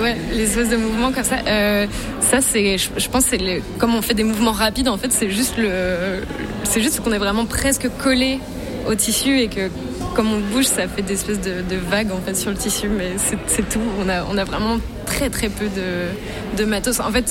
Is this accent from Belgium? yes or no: yes; Brussels, Brussels-Capital Region, Belgium; Nous, on est belges, on vient de Bruxelles.